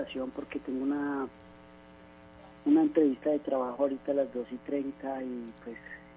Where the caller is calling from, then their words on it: Armenia, Quindío, Colombia; De Armenia.